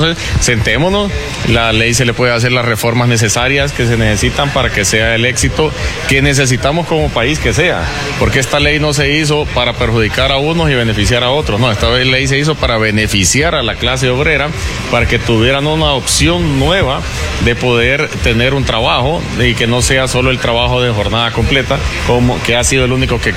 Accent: Cortés, Honduras; Yo soy de Cortés

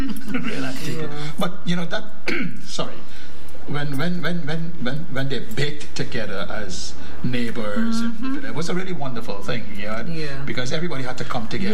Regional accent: Peter's Hall, Demerara-Mahaica, Guyana; In Petersall, where we grew up in Bargee Yard

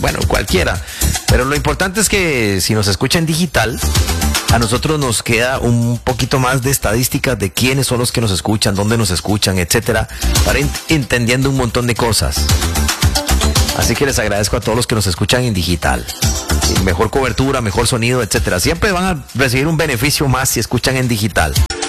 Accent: San José de la Montaña, Heredia, Costa Rica; moved away; Yo soy oriundo de San José de la Montaña, aunque yo crecí en una finca que se llama Roble Alto. Ahí crecí yo, mi papá trabajaba ahí, nosotros vivíamos ahí.

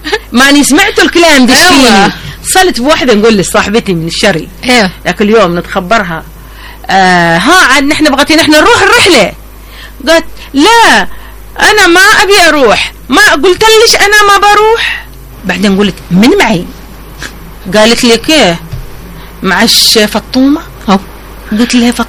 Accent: Hadramaut, Yemen; نحن حضارم كلاويين كلامنا بسيط وحلو حلو الناس تعشق حقنا اللهجة

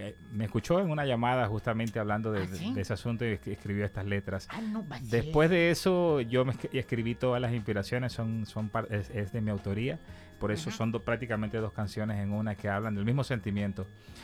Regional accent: Margarita Island, Nueva Esparta, Venezuela; moved away as an adult; now in Mexico; Soy de la isla de Margarita, allá en Venezuela, el Caribe mexicano, el Caribe venezolano.

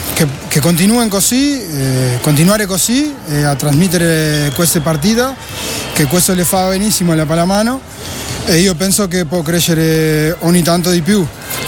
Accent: Canelones, Uruguay; Italian is a second language; now in Cingoli, Italy; vengo di Uruguay, di Canelones, vicino a Montevideo, che è la capitale.

